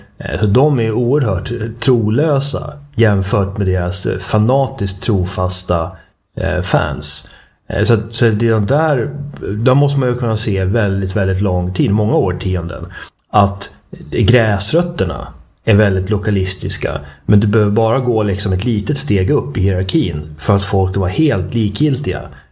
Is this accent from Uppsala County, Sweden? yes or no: yes; Uppsala, Uppsala County, Sweden; Jag kom ju från Uppsala och jag fick ju lära mig lite grann att man ska hålla på Sirius.